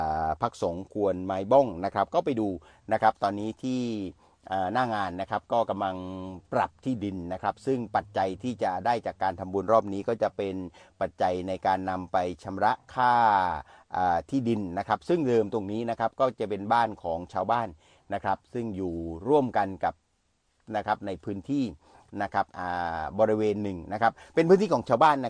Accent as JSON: {"language": "Thai", "region": "Nakhon Si Thammarat", "country": "Thailand", "tie": "born or raised there", "said": "วันนี้ผมกลับบ้านที่จังหวัดนครศรีธรรมราชนะครับ"}